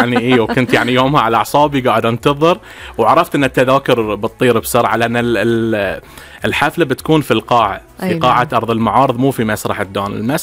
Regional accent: Bahrain; أهم الأماكن الموجودة عندنا في البحرين

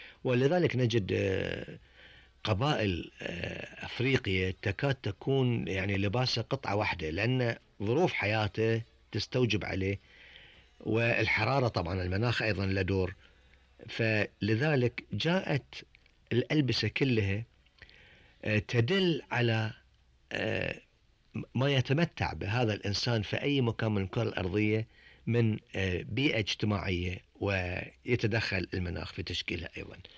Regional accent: Bahrain; قديما كان يلبس تحت الثوب، عندنا في البحرين كان الرجل يلبس تحت الثوب وزار.

